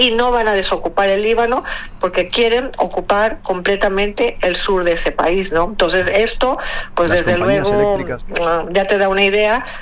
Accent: Mexico; now in Spain; la comunidad mexicana aquí en Europa

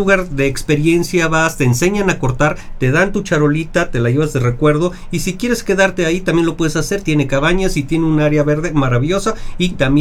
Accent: Puebla, Mexico; yo soy poblano.

